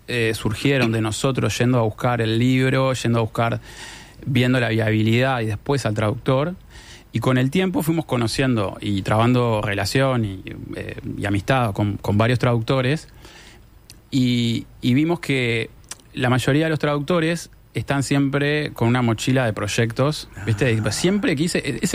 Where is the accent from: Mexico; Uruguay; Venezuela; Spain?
Uruguay; Salto; moved away as an adult; now in Montevideo, Uruguay; al año volví a Salto y después, bueno, me crié como un salteño de pura cepa.